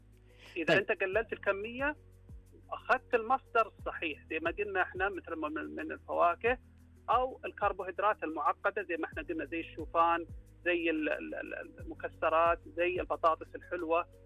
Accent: Saudi Arabia; عندنا في السعودية

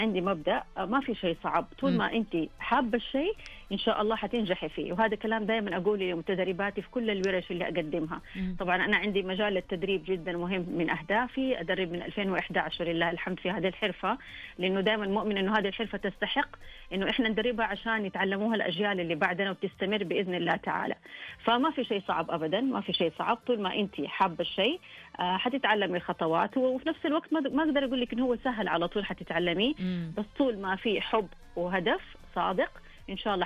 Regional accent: Saudi Arabia; أقدر أقول لك هوية بلادي المملكة العربية السعودية بكبر مساحتها وتعدد ما شاء الله المناطق اللي فيها.

